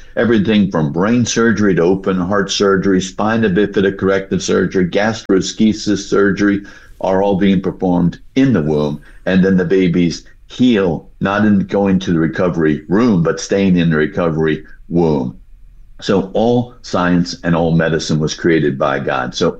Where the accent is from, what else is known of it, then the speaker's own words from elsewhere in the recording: New Jersey, United States; moved away as an adult; also born or lived in Florida; I grew up in New Jersey. I was blessed to grow up in a God-fearing Christian home.